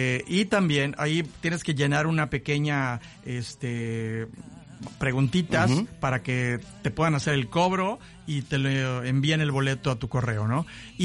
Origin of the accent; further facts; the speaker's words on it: Veracruz, Mexico; el puerto de Veracruz, que es donde yo nací, que es donde están mis padres, gracias a Dios, donde están mis hermanos, mi gente, donde yo vivo aquí en el puerto de Veracruz. Prácticamente no estoy en el puerto porque viajo mucho